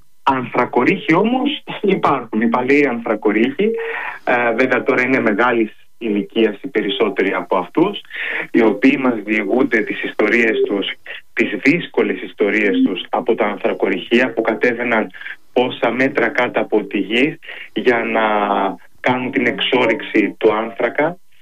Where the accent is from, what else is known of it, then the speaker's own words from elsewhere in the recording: Greece; moved away as an adult; now in Belgium; εγώ μεγάλωσα στην Ελλάδα, τα τελευταία 10 χρόνια βρίσκομαι στο Βέλγιο